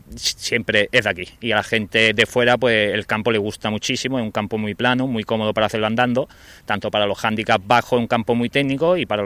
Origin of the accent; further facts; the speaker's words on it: Málaga, Andalusia, Spain; now in Motril, Spain; como yo soy de Málaga